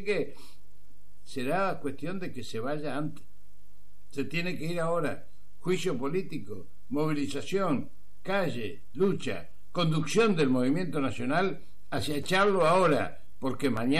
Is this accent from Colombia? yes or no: no; Argentina